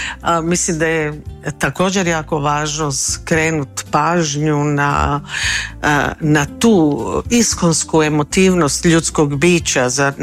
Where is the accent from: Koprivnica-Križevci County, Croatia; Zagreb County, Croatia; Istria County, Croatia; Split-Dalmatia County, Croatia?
Zagreb County, Croatia; Jastrebarsko; moved away; kako sam odrasla u Jaski, u Jastrebarskom i vezana uz prostor svog odrastanja, na kraju krajeva tamo je i moj roditeljski dom i često se tamo vraćam